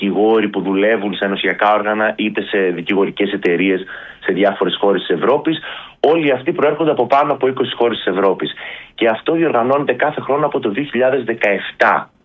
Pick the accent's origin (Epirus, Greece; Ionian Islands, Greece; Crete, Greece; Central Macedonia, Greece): Ionian Islands, Greece; Corfu; now in abroad